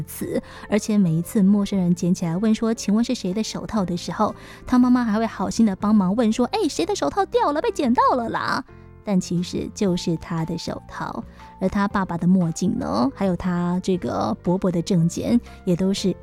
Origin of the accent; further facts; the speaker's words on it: Taiwan; 身为台湾人好像真的有一些就是异于常人的地方，